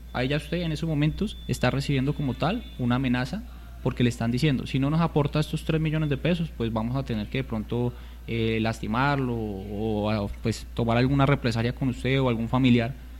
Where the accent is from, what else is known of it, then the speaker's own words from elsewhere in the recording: Bogotá, Colombia; moved away; No, señor, yo soy de Bogotá.